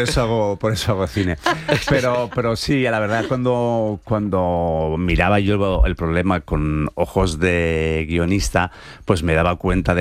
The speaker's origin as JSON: {"language": "Spanish", "region": "Valencian Community", "country": "Spain", "said": "Así yo que soy valenciano, imagínate, el esperpento para mí es como el pan nuestro de cada día."}